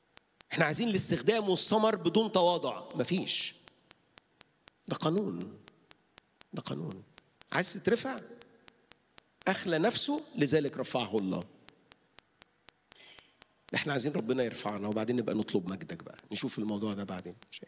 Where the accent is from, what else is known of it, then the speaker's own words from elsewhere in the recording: Egypt; احنا مش مصريين بالصدفة